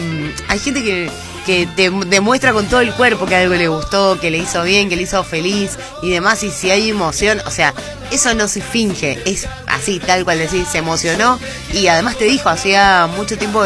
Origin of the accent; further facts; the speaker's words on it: Argentina; muy manija como somos los argentinos